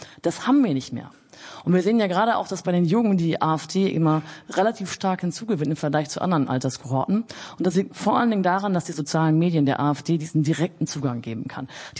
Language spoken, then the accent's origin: German; East Germany, Germany; Also wir sehen hier eine massive Fehlwahrnehmung dessen, wie meine Gruppe als Ostdeutsche sich als benachteiligt fühlt.